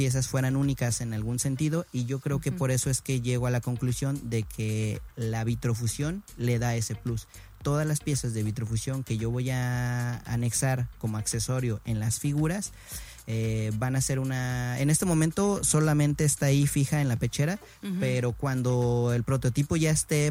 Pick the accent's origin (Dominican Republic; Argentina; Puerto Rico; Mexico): Mexico; Mexico City; yo soy de Ciudad de México